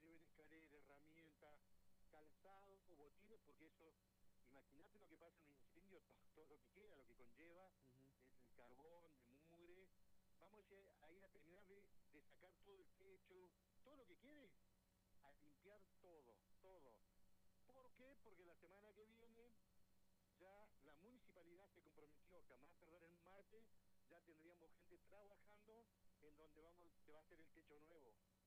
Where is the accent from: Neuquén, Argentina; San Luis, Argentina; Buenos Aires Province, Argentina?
Neuquén, Argentina; Caviahue; yo soy de Cabiagüe, yo vivo en Cabiagüe.